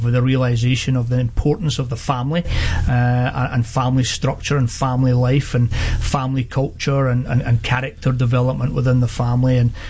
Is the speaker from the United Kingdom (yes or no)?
yes; Scotland, United Kingdom; now in Sacramento, United States; my bias as a Scotsman.